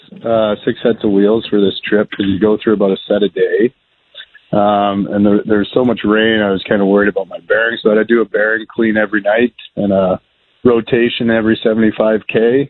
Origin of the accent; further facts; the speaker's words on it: Rocanville, Saskatchewan, Canada; moved away as an adult; I'll be going into my fourth year here. We moved back here. I played hockey for many years, and then we came back during COVID to my hometown. And so this is going into year four here.